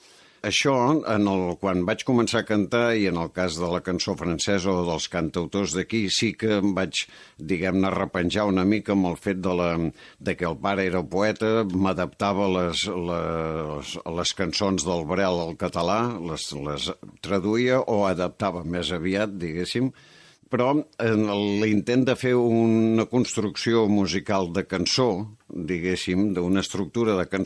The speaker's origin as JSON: {"language": "Catalan", "town": "Sallent", "region": "Catalonia", "country": "Spain", "tie": "born or raised there", "said": "Jo vinc de Sallent del Bages."}